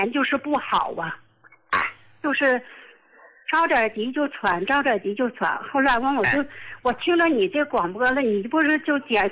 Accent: Qiqihar, Heilongjiang, China; 我是齐齐哈尔的。

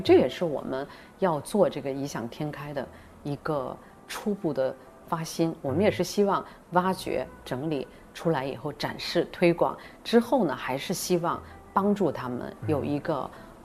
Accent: Guangdong, China; 对，他们粤语肯定不比我们真正土生土长的这个传统的广东人士呢说得差

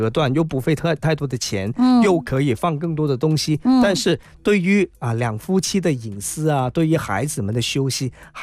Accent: China

